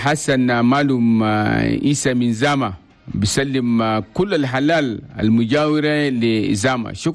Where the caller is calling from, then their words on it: Abéché, Ouaddaï, Chad; من مدينة عبشي.